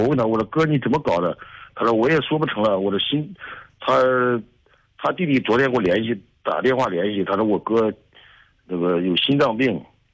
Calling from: Qinyang, Henan, China; 我是河南焦作沁阳的。

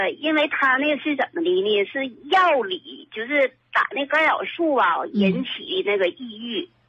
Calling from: Shenyang, Liaoning, China; 我自己我也是沈阳的

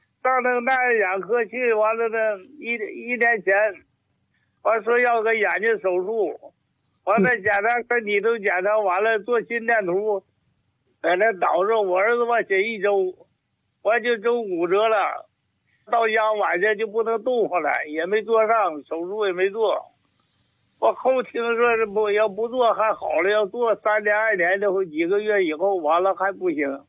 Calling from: Shenyang, Liaoning, China; 我是沈阳的人，辽宁的。

